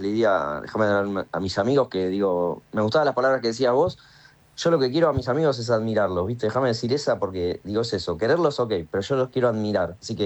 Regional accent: Argentina

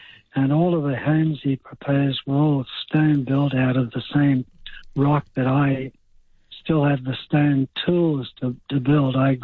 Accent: Castlecrag, New South Wales, Australia; also born or lived in Gladstone / Brisbane; when I came down from Brisbane, actually from further north in Gladstone, with my parents who bought a block of land in Castle Crag and built a home there with an architect.

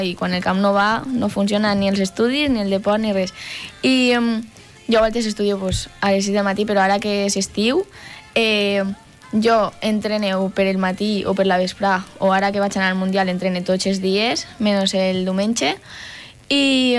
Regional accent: Benifaió, Valencian Community, Spain; jo soc de Benifaió i tinc 40 minuts de viatge.

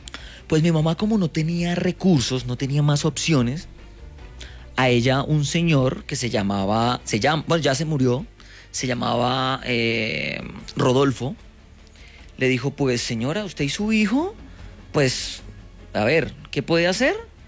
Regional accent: Bogotá, Colombia; born there; No, yo soy... Yo nací en Bogotá.

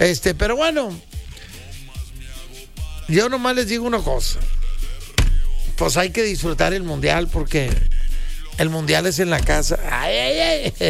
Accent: Mexico; somos mexicanos. Somos mexicanos

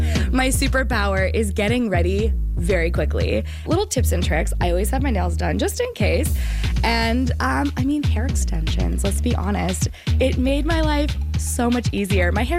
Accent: Winnipeg, Manitoba, Canada; I am from Winnipeg, Manitoba

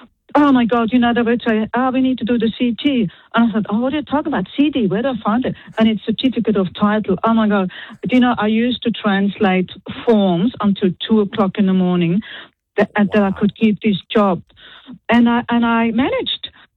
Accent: German-speaking Switzerland, Switzerland; English is a second language; I was born in Italian part of Switzerland, and when I was about 5 years of age, wow. We moved to the German part. So my mom and dad insisted that we will keep speaking that language.

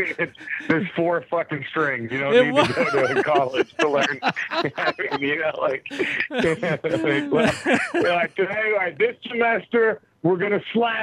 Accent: Dallas, Texas, United States; born or raised there; now in Los Angeles, United States

